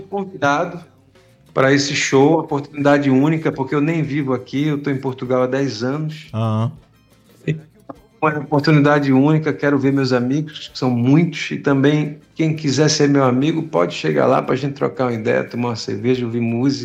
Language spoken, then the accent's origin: Portuguese; Recife, Pernambuco, Brazil; born or raised there